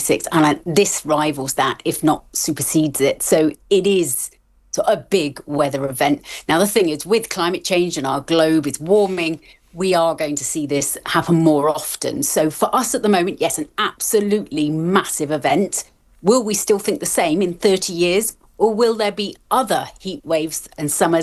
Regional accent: the New Forest, South East England, United Kingdom; So I grew up in the New Forest

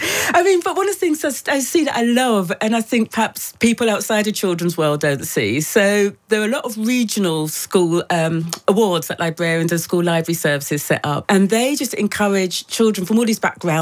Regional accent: England, United Kingdom; I'm not Scottish, I'm not Welsh. I'm very definitely English.

